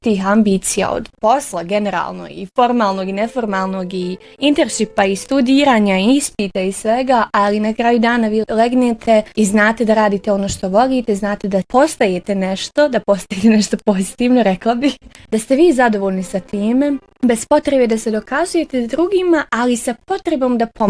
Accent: Sarajevo, Federation of Bosnia and Herzegovina, Bosnia & Herzegovina; Ja sam rođena u Sarajevu, imala sam tu privilegiju

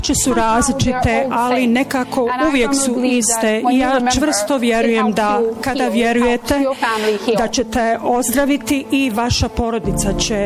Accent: Srebrenica, Republika Srpska, Bosnia & Herzegovina; Mi smo izbjegli iz Srebrenice između 92. i 95. godine, ali 2003. godine odlučila sam se vratiti u Srebrenicu i pokušati da ponovo organizujem život ovdje.

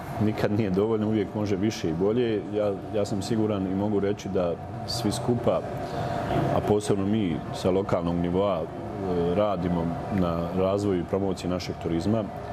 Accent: Jajce, Federation of Bosnia and Herzegovina, Bosnia & Herzegovina; Ali, kod nas u Jajcu je vrlo malo toga što je podijeljeno, što je paralelno

